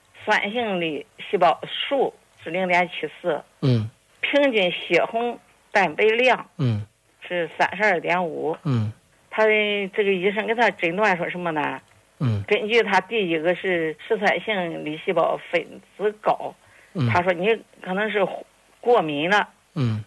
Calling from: Lianyungang, Jiangsu, China; 我连云港的。

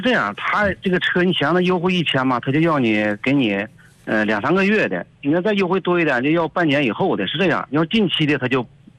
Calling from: Qingdao, Shandong, China; 我是青岛的。

